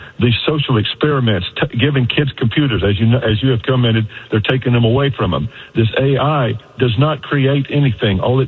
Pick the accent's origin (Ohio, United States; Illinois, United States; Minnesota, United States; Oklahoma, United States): Oklahoma, United States; Bartlesville; right up here in Bartlesville, which is my hometown, best damn town in the country.